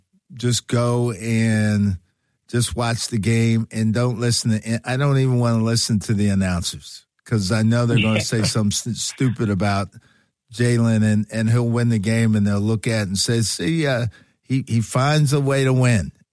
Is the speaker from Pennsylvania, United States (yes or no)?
yes; Philadelphia, Pennsylvania, United States; it's a Philly rugby team, I'm rooting for them. The Union, I'm rooting for them because they're from my hometown.